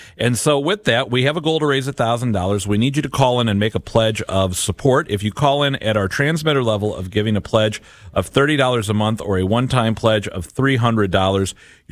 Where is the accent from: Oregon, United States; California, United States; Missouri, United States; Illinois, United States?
Missouri, United States; now in St. Louis, United States; Because I grew up in South County where we had growing up we had Dave's Donuts, but then the Lime Donut Stop is fantastic. And then I live in the city by Donut Drive-In.